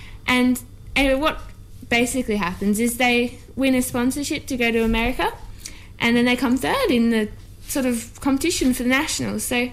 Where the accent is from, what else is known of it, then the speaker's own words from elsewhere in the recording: Toowoomba, Queensland, Australia; I loved growing up in Toowoomba. Well, I still do, because, well, it's like a big family.